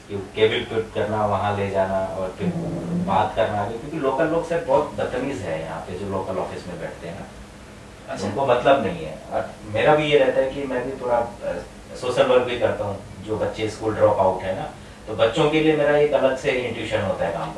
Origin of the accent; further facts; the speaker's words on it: Uttar Pradesh, India; born there; moved away as an adult; मैं first time बाहर निकला सर गाँव से, जब मैं लखनऊ गया इंजीनियरिंग करने.